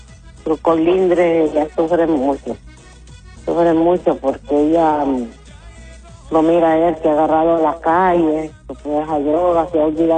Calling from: Santa Ana, Francisco Morazán, Honduras; Estoy llamando de aquí, de Santana.

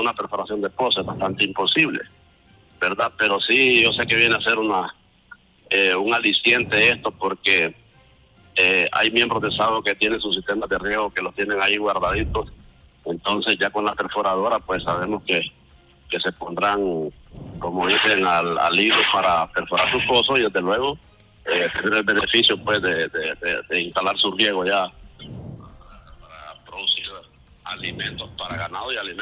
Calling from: Olanchito, Yoro, Honduras

